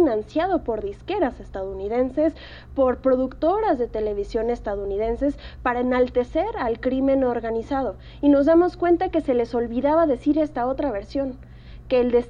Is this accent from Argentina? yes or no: no; Mexico